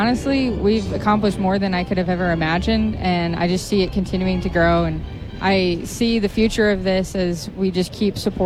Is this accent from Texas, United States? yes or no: yes; San Antonio, Texas, United States; I'm originally from San Antonio.